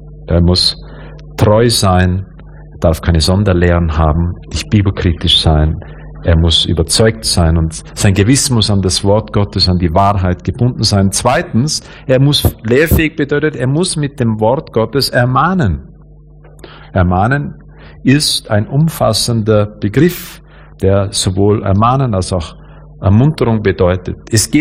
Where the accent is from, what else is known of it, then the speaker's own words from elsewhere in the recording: Austria; Bei uns in Österreich ist natürlich die Lehre der römisch-katholischen Kirche das kulturelle Umfeld schlechthin.